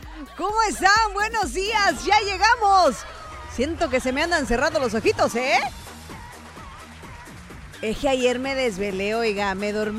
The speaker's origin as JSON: {"language": "Spanish", "country": "Mexico", "said": "somos mexicanos"}